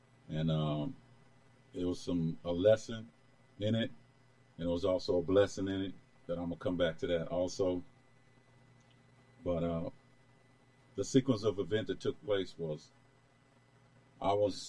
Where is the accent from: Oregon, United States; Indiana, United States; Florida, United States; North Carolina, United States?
North Carolina, United States; Greensboro; moved away as an adult; now in California, United States; And I'm from North Carolina, by the way, Greensboro.